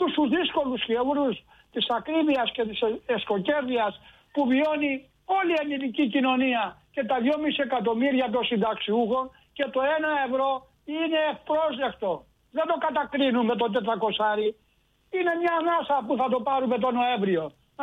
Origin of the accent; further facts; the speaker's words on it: Corfu, Ionian Islands, Greece; στο νησί μου την Κέρκυρα